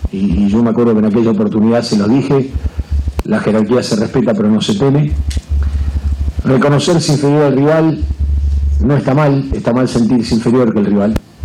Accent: Argentina; now in Paraguay; Le digo, miren, yo voy a decir una cosa como argentino, no como técnico de la selección paraguaya.

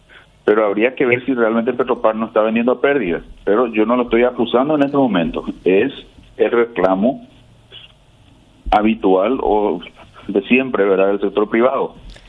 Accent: Paraguay

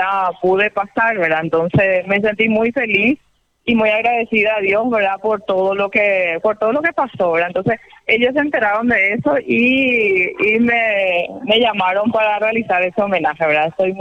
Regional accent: Paraguay; moved away as an adult; also born or lived in Spain / Brazil; Y es mi país y yo siempre estudié focada en querer venir a servir a mi pueblo, a mi patria, que es Paraguay

